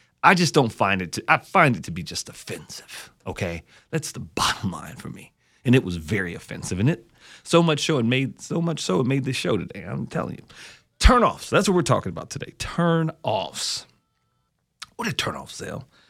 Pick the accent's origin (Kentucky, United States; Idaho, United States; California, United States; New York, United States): Kentucky, United States; Louisville; I grew up in Louisville.